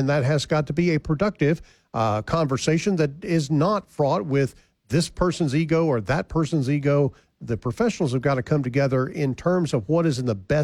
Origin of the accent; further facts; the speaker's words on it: El Dorado, United States; my hometown of El Dorado.